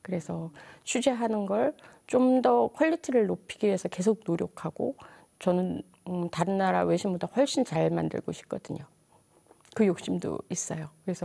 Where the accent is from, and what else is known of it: South Korea